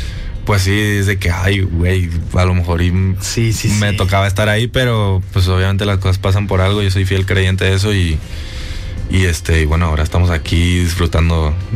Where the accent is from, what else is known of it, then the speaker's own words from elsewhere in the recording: Barcelona, Catalonia, Spain; also born or lived in Monaco; Ahí nací en Mónaco y luego nos fuimos a Barcelona.